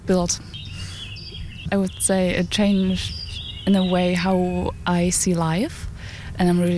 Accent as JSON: {"language": "English", "town": "Dresden", "region": "Saxony", "country": "Germany", "second_language": "English", "said": "years old and I'm from Germany, from Dresden. I'm here for doing volunteer service for 1 year."}